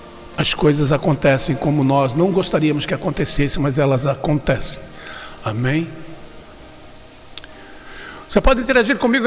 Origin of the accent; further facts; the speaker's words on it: Brazil; eu sou patriota, sou brasileiro, torço pela minha nação